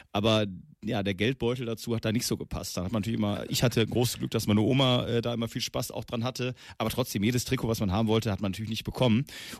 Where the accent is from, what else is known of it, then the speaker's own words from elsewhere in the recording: North Rhine-Westphalia, Germany; Also wenn ich jetzt jemanden in Duisburg hier auf der Straße ansprechen würde, also ich komme aus der Nähe von Duisburg, der wird sagen, ja, weiß ich nicht, 20 Euro.